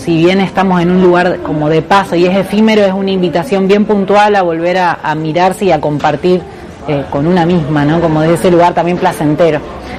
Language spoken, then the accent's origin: Spanish; Rosario, Santa Fe, Argentina; born there; now in Arroyo Leyes, Argentina; soy creadora de un proyecto que se llama Ecoternura. Soy nacida en Rosario, actualmente vivo en Arroyo Leyes